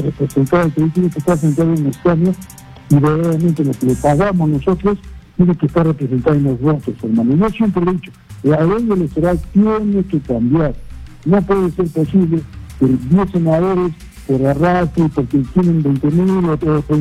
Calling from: Peru; yo como peruano, como equipeño

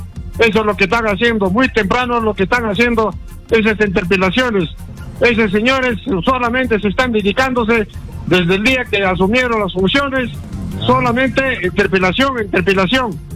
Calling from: Ayacucho, Peru; desde Ayacucho.

